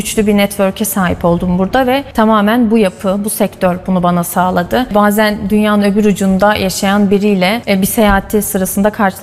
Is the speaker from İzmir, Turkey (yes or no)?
no; Develi, Kayseri, Turkey; now in Kayseri, Turkey; 29 yaşındayım. Develi'de doğdum. Liseyi orada bitirdim.